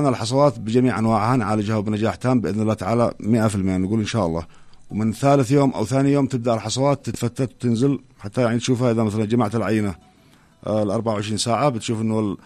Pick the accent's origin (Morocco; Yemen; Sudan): Yemen; طبعا بالنسبة لأمراض الكلى هي أمراض شائعة جدا يعني يعني عندنا في اليمن.